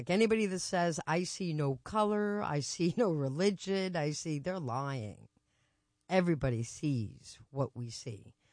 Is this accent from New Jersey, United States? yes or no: yes; New Jersey, United States; I think I'm lost. I'm from Jersey.